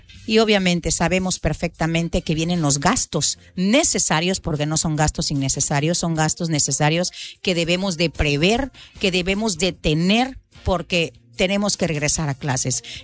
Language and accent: Spanish; Chiapas, Mexico; Estamos siendo afectados como costeños